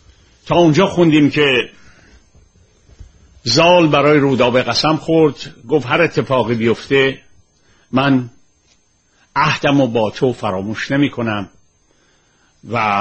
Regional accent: Iran; ببینید ما در ایران یاد نگرفتیم بحث کنیم، یاد گرفتیم جدل کنیم.

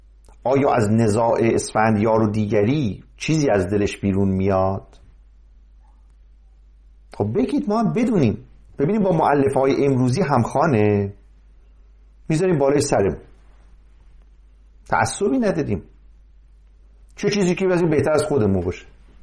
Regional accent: Mazandaran, Iran; من چون مازندرانی هستم از اونجا شروع میکنم.

